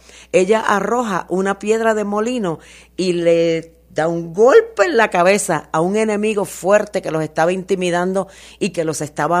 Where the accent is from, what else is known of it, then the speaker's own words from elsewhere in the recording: Quebradillas, Puerto Rico; moved away as an adult; now in El Paso, United States; yo soy de un pueblito en la costa noroeste de Puerto Rico, se llama Quebradillas, es un pueblo pequeñito, pero con unos paisajes al mar hermosísimos. Allí todavía vive, tengo a mi mamá, a mi hermana